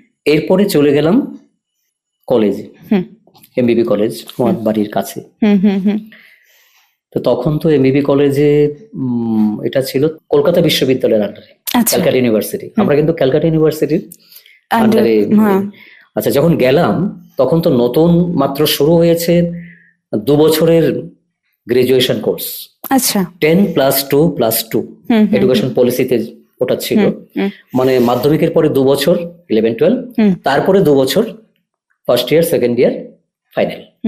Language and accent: Bangla; Tripura, India; born there